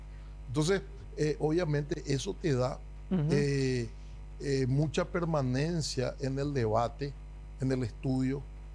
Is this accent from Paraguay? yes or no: yes; Paraguay; como abogado constitucionalista, como paraguayo, como ex constituyente, como ex senador